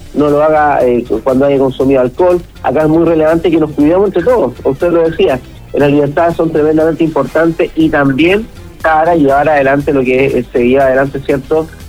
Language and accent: Spanish; Machalí, O'Higgins, Chile; Yo soy de Machalí